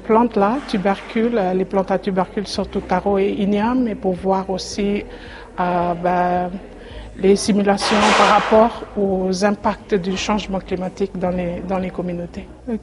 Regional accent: Tafea, Vanuatu; Je viens de l'île de Tana, sur Vanuatu.

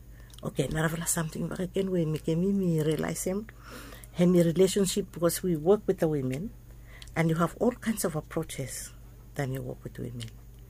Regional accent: Vanuatu; English is a second language; encourage new students or young students or new Vanuatu people because I'm from Vanuatu, but I lecture in law.

